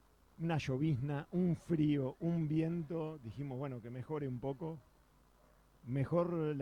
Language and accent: Spanish; Caseros, Buenos Aires Province, Argentina; Además, yo soy de acá, yo soy de Caseros. Nací acá en Caseros